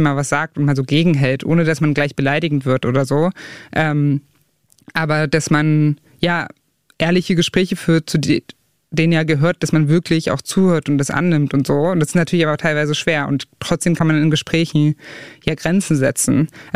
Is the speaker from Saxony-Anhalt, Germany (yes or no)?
yes; Saxony-Anhalt, Germany; Also die Lokalzeitung vor Ort ist halt die Volksstimme, da wo ich herkomme.